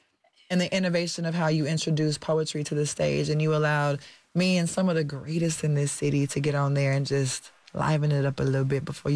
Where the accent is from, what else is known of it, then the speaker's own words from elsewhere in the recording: Alabama, United States; now in Houston, United States; I'm from Alabama. This is my 30th year living in Houston.